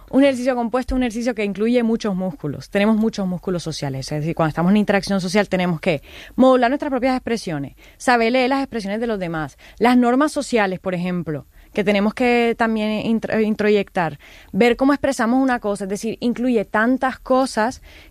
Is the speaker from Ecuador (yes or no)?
no; Caribbean Region, Colombia